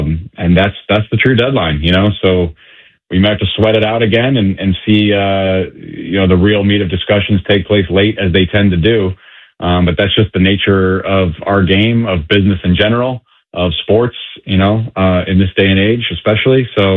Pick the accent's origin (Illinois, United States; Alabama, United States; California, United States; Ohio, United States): Ohio, United States; Cleveland; I come from a smaller market mentality. You know, I grew up in Cleveland